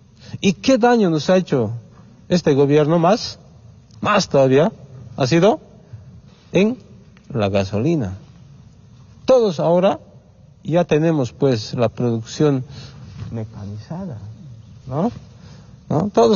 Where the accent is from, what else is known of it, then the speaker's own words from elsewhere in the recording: Bolivia; Nosotros como bolivianos queremos que el presidente se ponga pues la camiseta de Bolivia